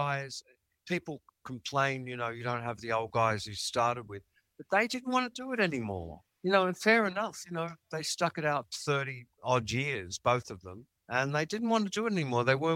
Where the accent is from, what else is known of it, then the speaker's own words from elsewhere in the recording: England, United Kingdom; Because I'm English and I never got naturalized.